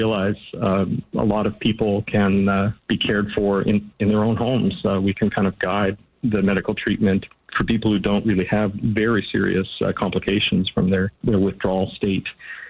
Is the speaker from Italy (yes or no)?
no; southern Cape Breton Island, Nova Scotia, Canada; I was born and raised in Aarhushat and in the southern portion of the island, and I got to experience firsthand what trying to access healthcare looked like in a very rural area.